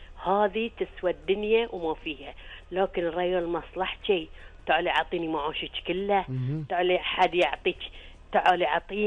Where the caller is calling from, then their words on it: Bahrain; أنا أكلمك من هني من البحرين